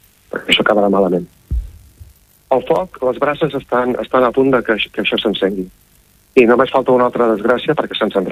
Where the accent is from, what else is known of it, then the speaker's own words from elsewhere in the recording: Manresa, Catalonia, Spain; jo, de fet, he nascut, he estudiat, m'he criat a Manresa